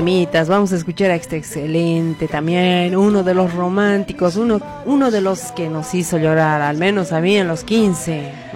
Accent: Bolivia; now in Buenos Aires, Argentina

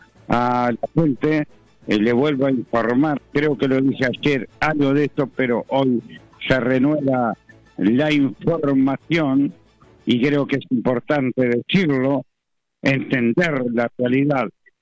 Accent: Uruguay

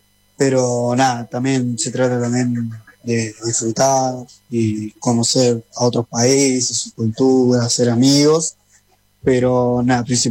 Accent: Viedma, Río Negro, Argentina; yo, en mi caso, yo soy, bueno, de Viedma, de Río Negro

